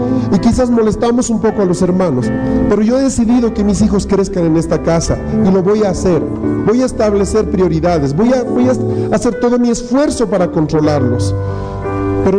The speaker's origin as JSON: {"language": "Spanish", "country": "Bolivia", "said": "Ese es el enemigo que tenemos por grupo, como bolivianos."}